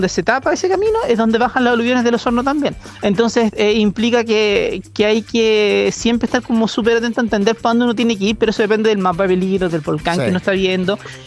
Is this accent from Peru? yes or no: no; Chile; Yo no soy de Santiago. Ah, mi corazón regionalista está todo el tiempo.